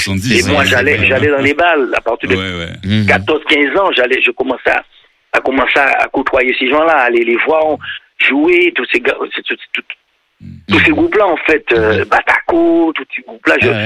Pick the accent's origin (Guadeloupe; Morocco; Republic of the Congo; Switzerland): Guadeloupe; Saint-Claude; Oui, je suis né à Saint-Claude, moi je suis un vrai Saint-Claudien. J'habitais tout en bas de la Souffrière.